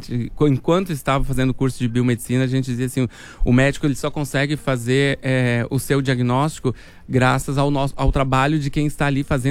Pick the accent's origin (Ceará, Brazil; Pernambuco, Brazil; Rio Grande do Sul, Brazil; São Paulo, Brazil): Rio Grande do Sul, Brazil; Espumoso; Sou natural de Espumoso.